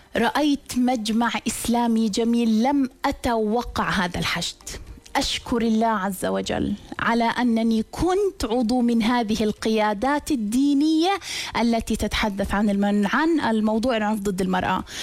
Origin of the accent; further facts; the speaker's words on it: Jordan; وأنا الممثل الرابع من الأردن.